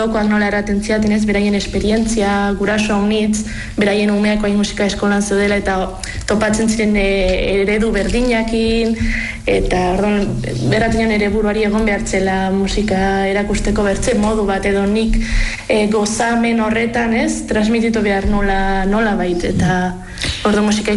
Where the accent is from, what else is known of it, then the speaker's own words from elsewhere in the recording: Lesaka, Navarre, Spain; moved away; nik orain lesakara bueltatzen naizenean